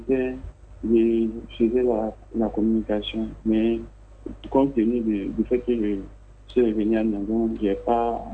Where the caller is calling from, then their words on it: Abidjan, Côte d’Ivoire; Je vous appelle de Yopougon-Niango.